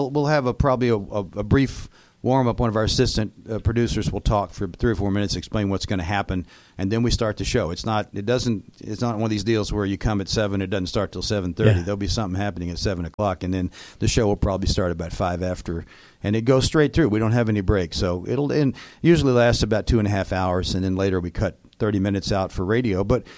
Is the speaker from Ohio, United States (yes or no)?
no; Dallas, Texas, United States; moved away as an adult; also born or lived in New York City / Los Angeles; now in West Virginia, United States; I was born and raised in Dallas. And I left when I was 18, though. I never went back after that.